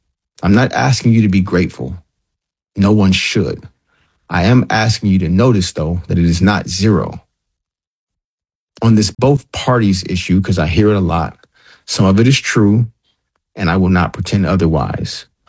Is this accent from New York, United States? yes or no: no; Detroit, Michigan, United States; my state, I'm from Detroit